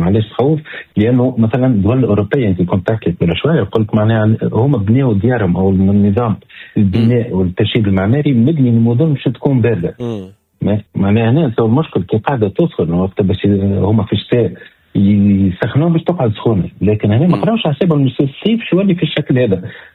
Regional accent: Tunis, Tunis Governorate, Tunisia; عندنا في تونس العاصمة

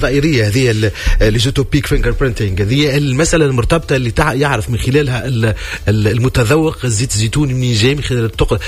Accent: Tunisia; هوني في تونس

